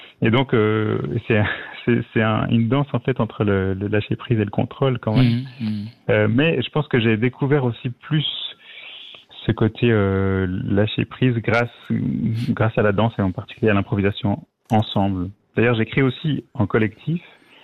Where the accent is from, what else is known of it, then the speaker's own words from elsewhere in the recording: Lausanne, Vaud, Switzerland; born there; now in Vevey, Switzerland; je suis né à Lausanne, j'ai passé voilà, maintenant j'habite à Vevey, mais j'ai habité 20 ans là-bas.